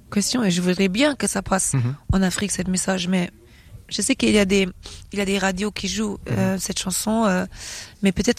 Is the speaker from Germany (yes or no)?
yes; Germany; j'aime les bretzels aussi, parce que j'ai grandi en Allemagne